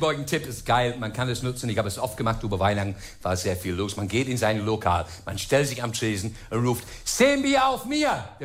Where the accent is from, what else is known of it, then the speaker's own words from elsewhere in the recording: England, United Kingdom; German is a second language; moved away as an adult; now in Hamburg, Germany; Ja, ich bin Engländer, bin aber seit 30 Jahren in Deutschland.